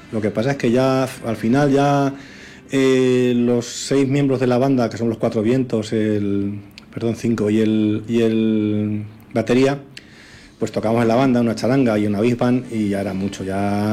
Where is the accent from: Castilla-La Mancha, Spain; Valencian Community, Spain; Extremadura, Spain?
Castilla-La Mancha, Spain; Villanueva de la Jara; somos todos de la Jara.